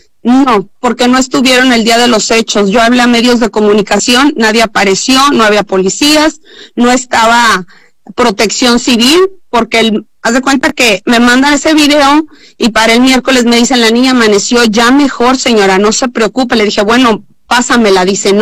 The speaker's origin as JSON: {"language": "Spanish", "town": "Ciudad Mante", "region": "Tamaulipas", "country": "Mexico", "said": "yo no soy de Madero, yo soy de Mante"}